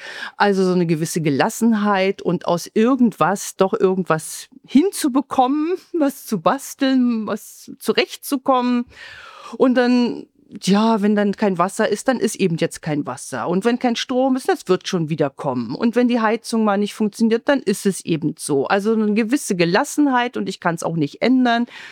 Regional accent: Berlin, Germany; moved away as an adult; also born or lived in Moscow, Russia; Und als Kind der Großstadt, ich komme ja aus Berlin

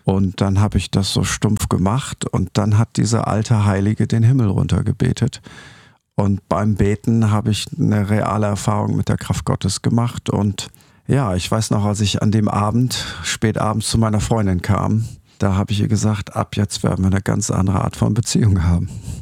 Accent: Lower Saxony, Germany; Ich hatte bei uns in Ostfriesland haben alle bei der Meierwerft gearbeitet oder bei VW in Emden.

